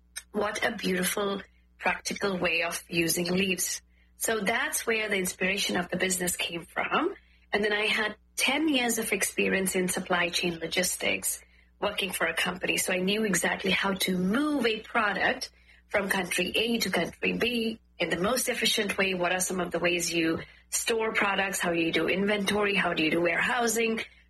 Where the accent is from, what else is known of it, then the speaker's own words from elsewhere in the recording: Uttarakhand, India; moved away; So I'm from North India, I'm from Uttarakhand. Uttarakhand is a beautiful state right next to Nepal, where we can see the whole Himalayan range.